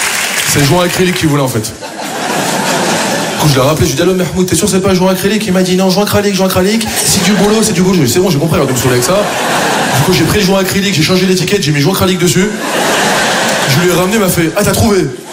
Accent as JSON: {"language": "French", "country": "France", "said": "Non, je suis fier de mes origines et je suis fier d'être français, moi aussi. Je suis un bon français, je suis fier d'être français"}